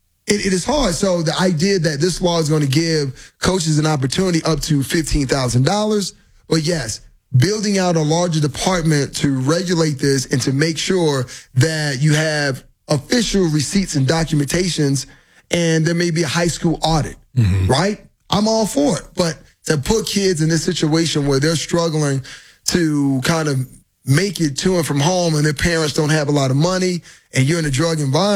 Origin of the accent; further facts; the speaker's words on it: Florida, United States; moved away; I'm from Florida, I don't live too far, didn't live too far from Northwestern High School.